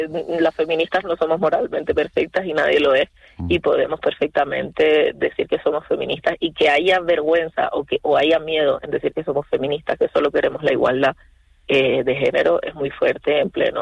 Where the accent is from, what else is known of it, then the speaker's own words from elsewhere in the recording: Canary Islands, Spain; siendo canario, canaria, habiendo nacido y vivido aquí toda mi vida